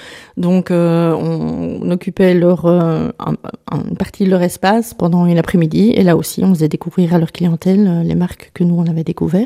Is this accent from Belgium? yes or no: yes; Namur, Wallonia, Belgium; Alors non, moi je suis namuroise, pure souche.